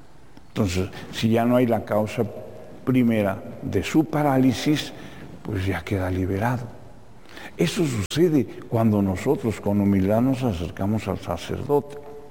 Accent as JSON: {"language": "Spanish", "region": "Baja California", "country": "Mexico", "said": "O Baja California, somos más poquitos"}